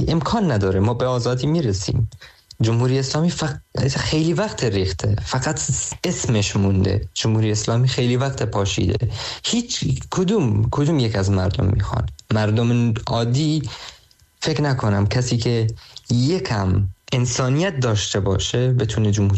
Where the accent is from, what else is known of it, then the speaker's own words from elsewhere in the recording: Saqqez, Kurdistan, Iran; moved away as an adult; برگردم شهر خودم سقز،